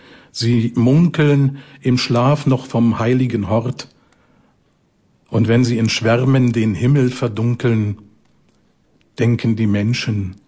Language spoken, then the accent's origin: German; Frankfurt, Brandenburg, Germany; Also ein paar Gedichte zu Frankfurt-Oder, meiner Heimatstadt.